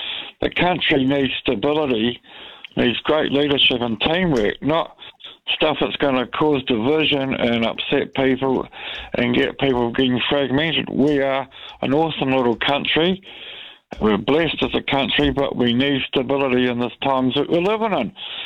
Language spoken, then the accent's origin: English; New Zealand; Because I'm patriot, I'm a Kiwi boy from about fourth, fifth generation Scottish, and I love my cou